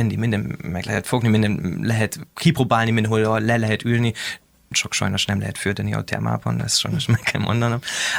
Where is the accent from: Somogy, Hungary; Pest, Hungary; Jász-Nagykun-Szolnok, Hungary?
Pest, Hungary; Nagymaros; also born or lived in Germany; Én egy kis időt felnőttem Magyarországon, Nagymaros környéken, az én családommal. Aztán, amikor Németországban végeztem az iskolát, mentem Bécsbe és tanultam hungarológiát